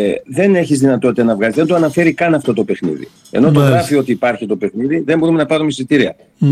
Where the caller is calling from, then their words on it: Germany; είμαι από Γερμανία